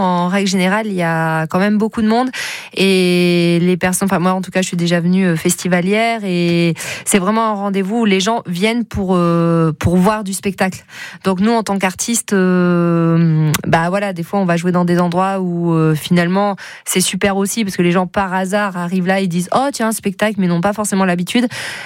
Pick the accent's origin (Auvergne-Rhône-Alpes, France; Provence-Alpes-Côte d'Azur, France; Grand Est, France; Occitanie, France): Auvergne-Rhône-Alpes, France; also born or lived in Lille; now in Clermont-Ferrand, France; moi j'ai grandi en Auvergne, donc Sauxilange